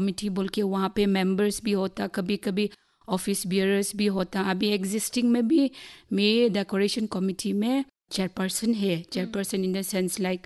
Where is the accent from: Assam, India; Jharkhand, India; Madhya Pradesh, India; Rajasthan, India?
Assam, India; now in Haflong, India; मैं मुलहे गांव से हूँ और मैं चार भाई बहनों में सबसे बड़ी, मतलब सबसे एल्डेस्ट।